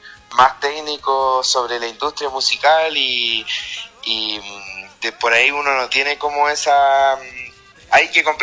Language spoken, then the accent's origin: Spanish; Patagonia, Chile; now in Santiago, Chile; me acostumbré a ese estilo de vida, y a pesar de estar en la capital, más patagón todavía me siento